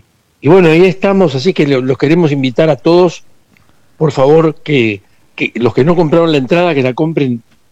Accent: Banfield, Buenos Aires Province, Argentina; moved away as an adult; now in Buenos Aires, Argentina; Yo soy oriundo de Banfield. De la zona sur, fui a un mismo colegio casi toda mi hasta los 17 años en el mismo colegio, la escuela normal de Lomas de Zamora

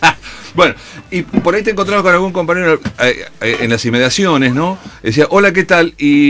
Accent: Argentina; somos los argentinos

